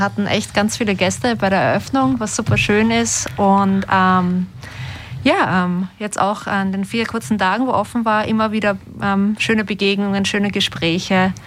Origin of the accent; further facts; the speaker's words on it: Vienna, Austria; now in Sweden; Ich bin Wienerin, genau, ja. Ursprünglich in Wien aufgewachsen, mittlerweile lebe ich in Schweden. Hatte davor ein paar andere Stationen, und jetzt bin ich in Skandinavien gelandet, ja.